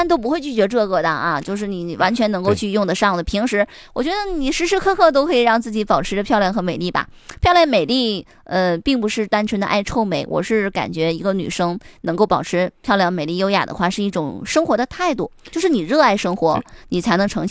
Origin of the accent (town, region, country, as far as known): China